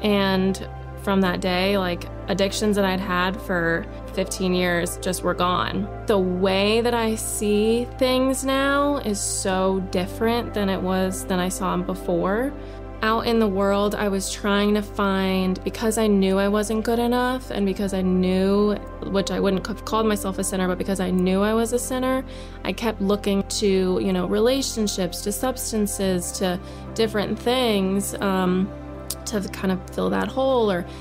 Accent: New York, United States; I grew up in New York. I was raised in a house where church was more about community and the holidays.

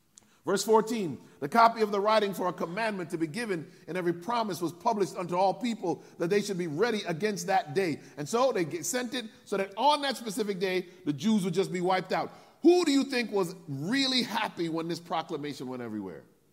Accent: Connecticut, United States; Like I did growing up in Connecticut.

